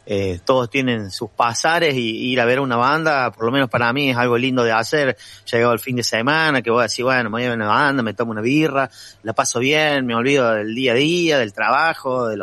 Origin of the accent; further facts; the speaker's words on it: Villa María, Córdoba, Argentina; nosotros somos de Villa María, Córdoba